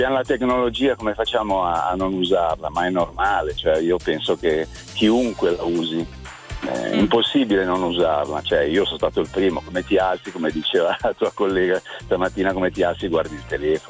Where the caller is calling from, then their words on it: Porto Valtravaglia, Lombardy, Italy; da Porto Valtravaglia.